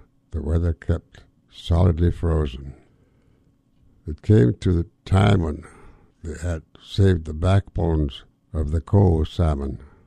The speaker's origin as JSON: {"language": "English", "town": "Dry Bay", "region": "Alaska", "country": "United States", "tie": "born there", "said": "I was born in Dry Bay, about 65 miles below Yakutat. Yakutat being the nearest post office, of course, I have to say I was born in Yakutat. But Dry Bay is just off the foothills of Mount Fairweather"}